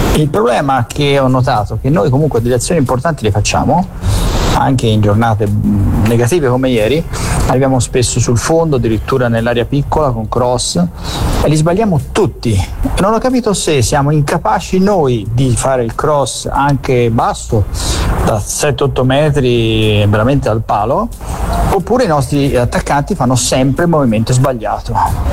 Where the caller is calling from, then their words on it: Brescia, Lombardy, Italy; Ciao, sono da Brescia.